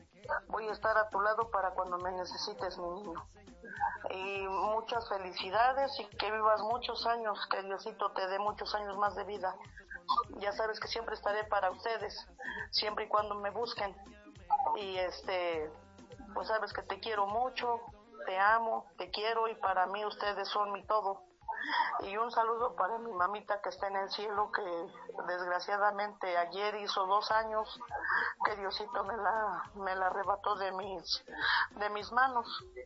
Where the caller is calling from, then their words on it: Coyotepec, Mexico; vivo en Coyotepec.